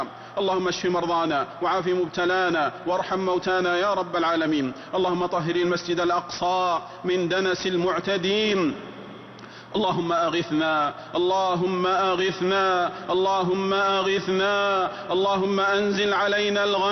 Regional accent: Saudi Arabia; واحفظ بلادنا، واحفظ بلادنا المملكة العربية السعودية وسائر بلاد المسلمين

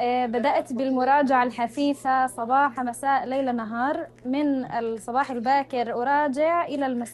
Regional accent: Palestine; هذه المرحلة تقام عندنا في فلسطين مسابقة محلية، مسابقة الأقصى، يتم فيها المشاركة من جميع المدن في فلسطين

